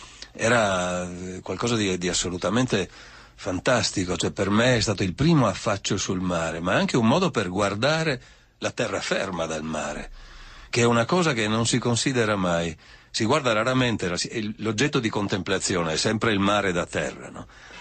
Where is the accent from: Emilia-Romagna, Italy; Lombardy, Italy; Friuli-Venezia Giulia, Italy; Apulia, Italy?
Friuli-Venezia Giulia, Italy; Trieste; io sono di Trieste.